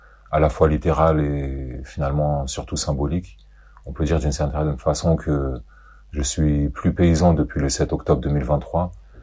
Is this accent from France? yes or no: yes; France; born there